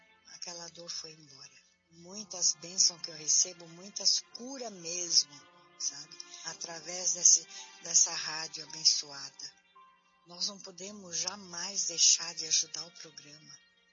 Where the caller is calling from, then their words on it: Joinville, Santa Catarina, Brazil; tenho 70 anos, sou de Joinville.